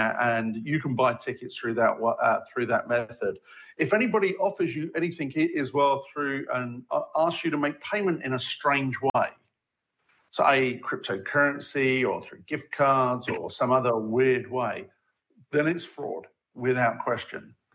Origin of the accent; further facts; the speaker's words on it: England, United Kingdom; I'm an Englishman, so, you know, football is definitely an exciting topic.